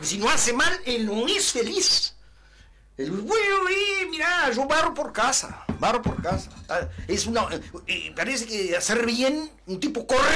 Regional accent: Uruguay

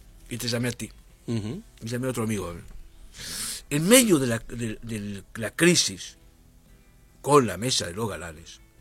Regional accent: Artigas, Uruguay; also born or lived in Rivera; yo soy de la Cuaró, o sea, la gente de la Cuaró es así, somos cuchilleros

